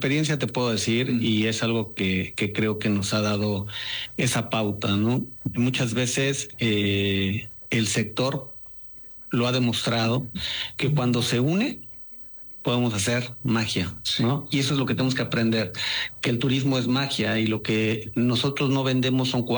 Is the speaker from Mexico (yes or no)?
yes; Yucatán, Mexico